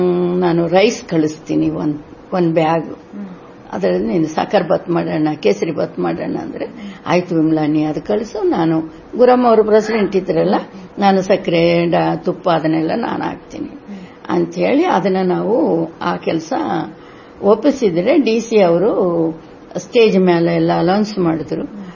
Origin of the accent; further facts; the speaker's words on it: Andhra Pradesh, India; born there; Kannada is a second language; ನಾನು ಆಂಧ್ರದಲ್ಲಿ ಹುಟ್ಟಿರಕ್ಕೆ ನನಗೆ ಕನ್ನಡ ಬರ್ತಿತ್ತಿಲ್ಲ, ನಮ್ಮ ಹಿರುಗಳೆಲ್ಲ ನನ್ನ ಕನ್ನಡ ಹಿಂದಿನೇ ಮಾತಾಡ್ತಿದ್ರು.